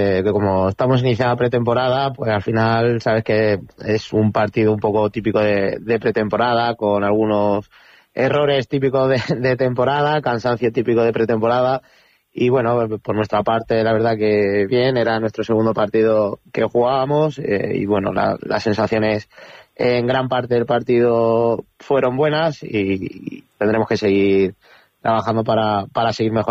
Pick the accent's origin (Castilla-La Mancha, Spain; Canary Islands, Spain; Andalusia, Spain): Castilla-La Mancha, Spain; Puertollano; Yo en Puerto Llano, bueno, soy de Puerto Llano, no tengo ninguna queja, he estado estudiando incluso en el Colegio Salesiano 18 años